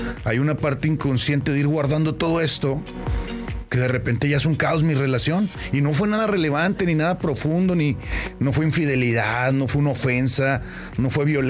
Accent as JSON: {"language": "Spanish", "country": "Mexico", "said": "no nada más exclusivo de nosotros como mexicanos"}